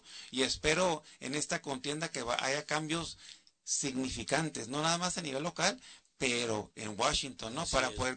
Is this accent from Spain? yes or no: no; Mexico; now in United States; Y obviamente, pues, en Estados Unidos la mayoría somos mexicanos, ¿no?